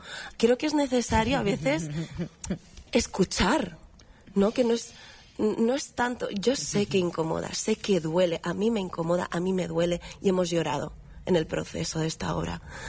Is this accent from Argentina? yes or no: no; Spain; Yo sí me considero española, me considero filipina.